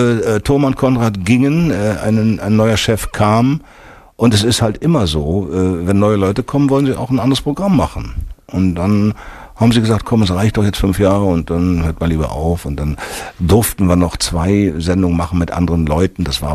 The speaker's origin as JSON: {"language": "German", "region": "Berlin", "country": "Germany", "said": "Aus Kaulsdorf, ja. Ich bin Westen, wa?"}